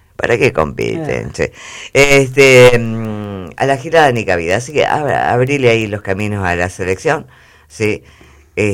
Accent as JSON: {"language": "Spanish", "country": "Argentina", "said": "así somos los argentinos."}